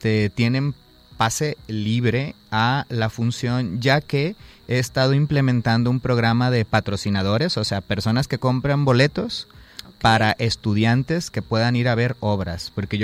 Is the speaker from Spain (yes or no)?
no; Colima, Mexico; moved away; porque Colima siempre es parte muy importante para mí cuando hablo de migración, porque si de algún lugar me fui, fue de Colima, ¿no?